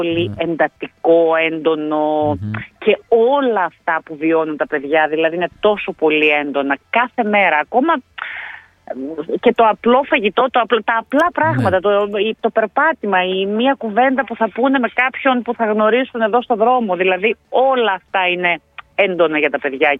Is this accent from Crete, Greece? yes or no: no; Orestiada, Eastern Macedonia and Thrace, Greece; moved away as an adult; also born or lived in Thessaloniki; now in Melbourne, Australia; Γεννήθηκα και μεγάλωσα στην Ορφέαδα και τελείωσα σχολείο. Το τελείωσα εκεί το σχολείο. Δηλαδή, μέχρι και τα 18 ήμουν στην Ορφέαδα. Μετά έφυγα για σπουδές στη Θεσσαλονίκη και έμεινα στη Θεσσαλονίκη και μετά Μελβούρνη.